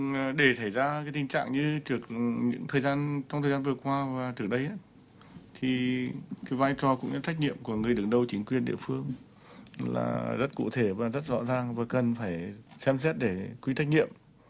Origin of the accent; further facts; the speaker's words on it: Vinh, Nghệ An, Vietnam; Tôi là người dân thành phố Vinh